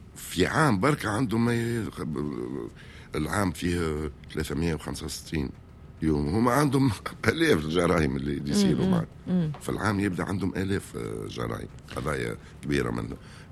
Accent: Tunisia; استعملنا الدارجه التونسيه نتاعنا دارجتنا التونسيه

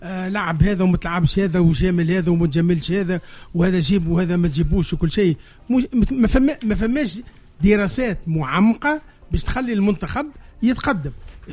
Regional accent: Tunisia; انا كتونسي

